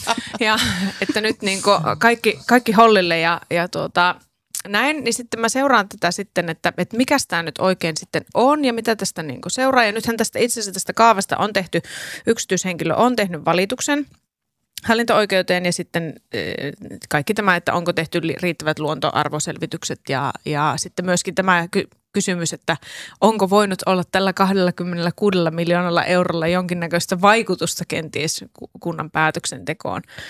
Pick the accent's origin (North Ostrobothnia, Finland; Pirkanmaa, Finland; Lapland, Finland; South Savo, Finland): North Ostrobothnia, Finland